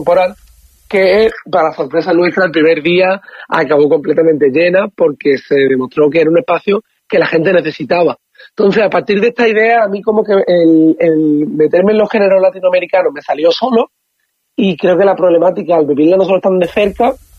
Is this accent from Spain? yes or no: yes; Málaga, Andalusia, Spain; nosotros, como malagueños también